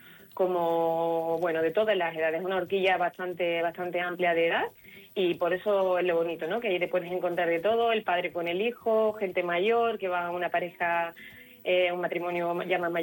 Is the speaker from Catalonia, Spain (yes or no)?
no; Seville, Andalusia, Spain; moved away as an adult; now in Granada, Spain; soy sevillana, ¿no? Y bueno, Granada me ha acogido